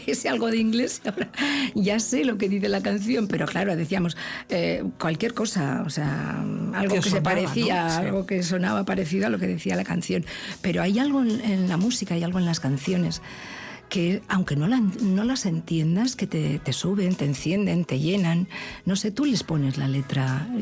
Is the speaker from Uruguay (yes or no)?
no; Vitoria-Gasteiz, Basque Country, Spain; also born or lived in Markina; Yo me siento totalmente vasca, me siento, nací en Marquina, pero yo me siento de Vitoria-Gasteiz, me siento vitoriana, y sé que hay una parte de mí que son mis raíces del sur, ¿no?